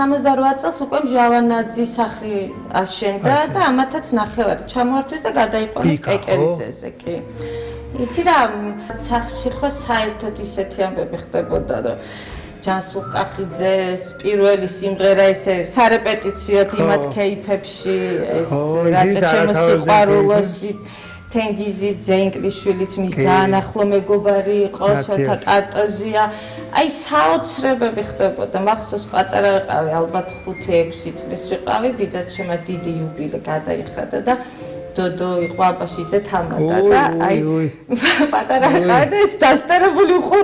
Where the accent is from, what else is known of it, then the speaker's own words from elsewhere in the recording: Tbilisi, Georgia; შეიძლება ალბათ მაქვს ხო პრეტენზია თბილისელობაზე. დავიბადე ვერაზე. კეკელიძის ქუჩაზე გავიზარდე.